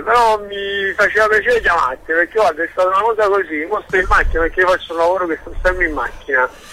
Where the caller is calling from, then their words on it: Pozzuoli, Campania, Italy; Pozzuoli.